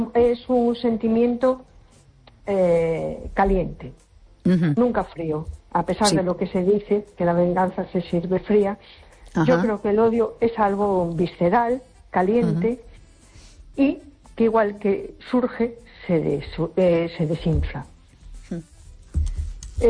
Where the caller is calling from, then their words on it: A Coruña, Galicia, Spain; de Coruña.